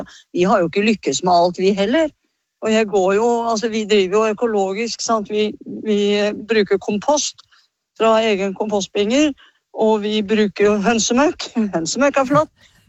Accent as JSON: {"language": "Norwegian", "town": "Skien", "region": "Telemark", "country": "Norway", "tie": "born or raised there", "said": "jeg har vokst opp midt i Skien"}